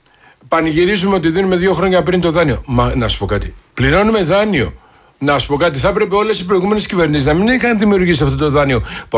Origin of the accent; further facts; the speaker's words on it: Greece; Ξέρεις πόσο με πονάει εμένα αυτό ως Έλληνα? Όχι σαν Έλληνα, ως Έλληνα.